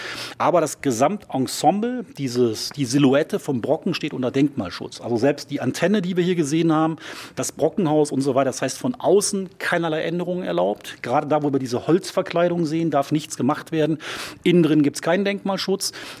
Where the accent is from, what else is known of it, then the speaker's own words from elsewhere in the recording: Saxony-Anhalt, Germany; Ich komme aus Sachsen-Anhalt.